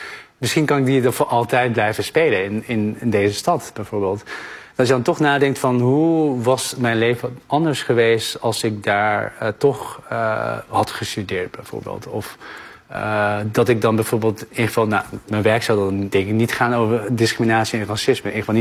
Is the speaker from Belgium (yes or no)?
no; North Brabant, Netherlands; also born or lived in Middelburg; En dan denk ik, ja, ik ben geboren in Middelburg, weet je wel, opgegroeid in Brabant, dus ken ik dan echt de oostkust van China?